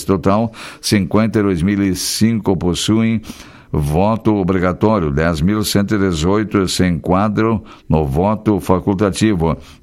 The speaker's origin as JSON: {"language": "Portuguese", "town": "Esmeralda", "region": "Rio Grande do Sul", "country": "Brazil", "tie": "born or raised there", "said": "Esmeralda, minha terra"}